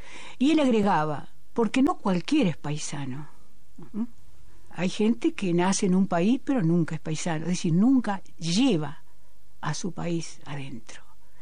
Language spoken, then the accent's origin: Spanish; Argentina; la que nos expresa como argentinos en el concierto de los pueblos